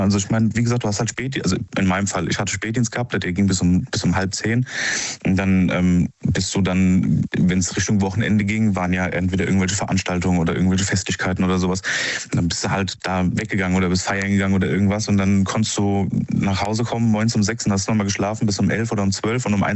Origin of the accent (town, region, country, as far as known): Rhineland-Palatinate, Germany